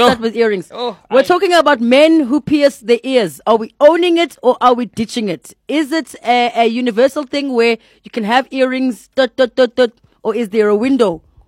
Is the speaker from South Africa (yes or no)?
yes; Johannesburg, Gauteng, South Africa; Sorry, I'm Zulu from Joburg